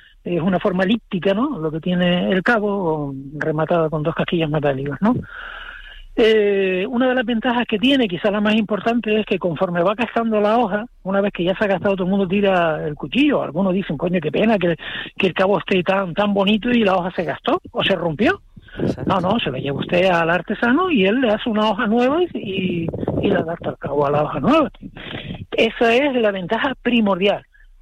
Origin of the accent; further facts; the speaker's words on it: Canary Islands, Spain; ¿por qué sabe usted que soy canario?